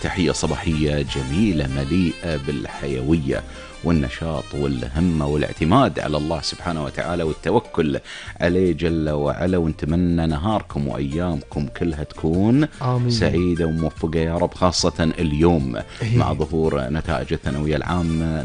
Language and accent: Arabic; Kuwait